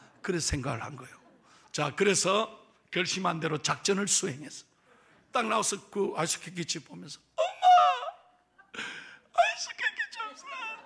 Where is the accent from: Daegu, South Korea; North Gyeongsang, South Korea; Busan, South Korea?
Busan, South Korea; 제 고향이 부산 영아일랜드인 거 아시죠?